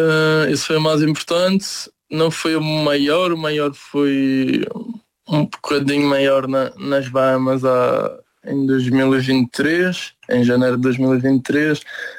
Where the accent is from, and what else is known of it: Madeira, Portugal; moved away